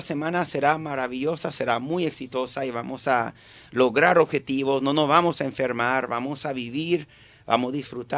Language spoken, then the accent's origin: Spanish; Venezuela; Yo como venezolano